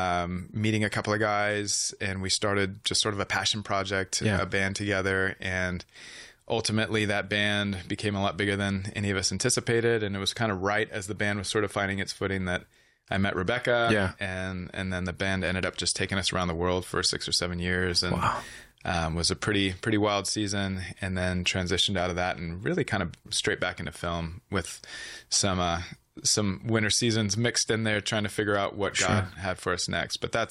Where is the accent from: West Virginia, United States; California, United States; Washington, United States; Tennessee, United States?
California, United States; San Diego; And I grew up in San Diego, about half an hour north of the Mexican border.